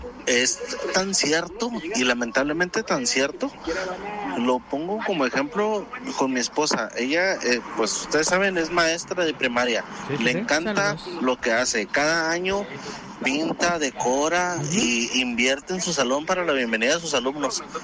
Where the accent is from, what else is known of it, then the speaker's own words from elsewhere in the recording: Mexico; porque muchos como mexicanos somos, mejor bájate tú a mi nivel que yo buscar subir.